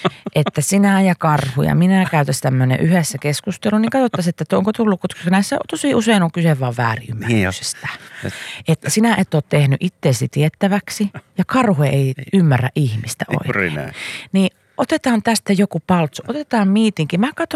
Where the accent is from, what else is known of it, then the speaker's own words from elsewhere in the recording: Tampere, Pirkanmaa, Finland; minä olen Tampereelta. Minä olen 38-vuotias.